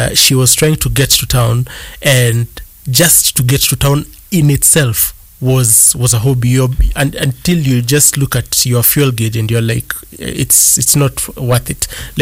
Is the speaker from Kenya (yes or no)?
yes; Kenya; as a Kenyan who stood with the anti-finance bill protests